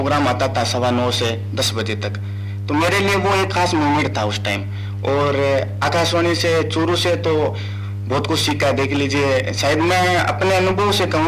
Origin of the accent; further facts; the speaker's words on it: Churu, Rajasthan, India; एक थोड़ा सा इशू था कि इतनी लंबी रेंज गाँव तक नहीं पहुँच पाती थी, तो मेरे पास कैसे कैसे पता चला कि हमारे जिले का भी रेडियो स्टेशन है आकाशवाणी चूरू।